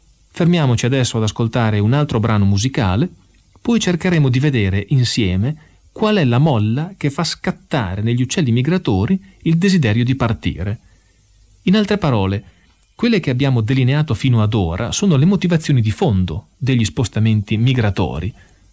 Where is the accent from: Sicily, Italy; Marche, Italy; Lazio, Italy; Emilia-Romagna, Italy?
Emilia-Romagna, Italy; qui dalle mie parti, nel Modenese